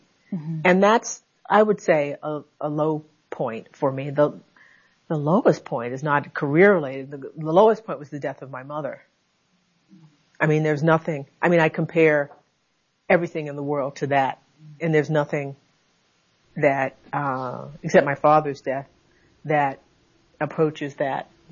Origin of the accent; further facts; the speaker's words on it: Conroe, Texas, United States; In Conroe, Texas.